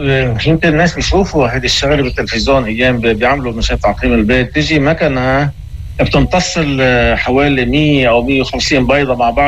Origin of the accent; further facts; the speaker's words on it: Lebanon; موجود عندنا بلبنان